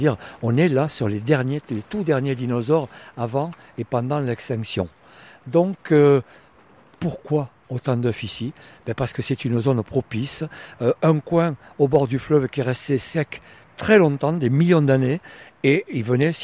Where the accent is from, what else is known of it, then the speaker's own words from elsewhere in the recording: south of France, France; comme je viens du sud de la France, Piémont-Pyrénées